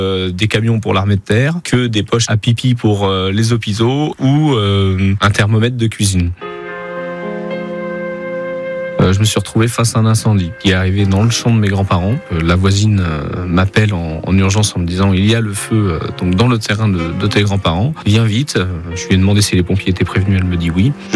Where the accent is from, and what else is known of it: Auvers-le-Hamon, Pays de la Loire, France; born or raised there